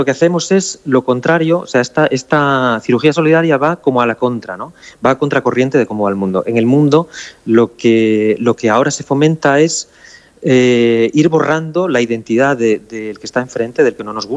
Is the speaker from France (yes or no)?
yes; France; yo además vengo de Francia, que es un país que, bueno, ya todos sabemos cómo son